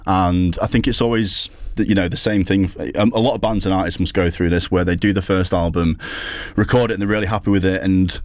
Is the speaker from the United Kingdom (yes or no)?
yes; Grimsby, Yorkshire and the Humber, United Kingdom; And we all moved into university from different northern towns. I'm from Grimsby originally.